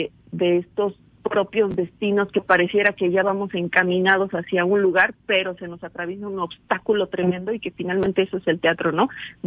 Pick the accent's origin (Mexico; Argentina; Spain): Mexico; Vivimos la tragedia, pero al mismo tiempo nos burlamos de la tragedia como buenos mexicanos y mexicanas que somos, ¿no?